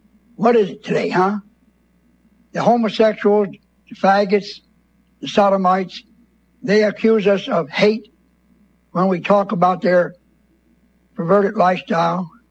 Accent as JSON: {"language": "English", "town": "Bethlehem", "region": "Pennsylvania", "country": "United States", "tie": "born there", "said": "I am not from South Carolina. I was born in Bethlehem, Pennsylvania."}